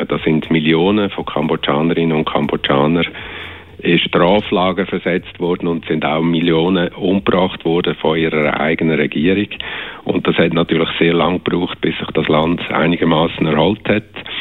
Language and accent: German; Switzerland; wir kommen aus der Schweiz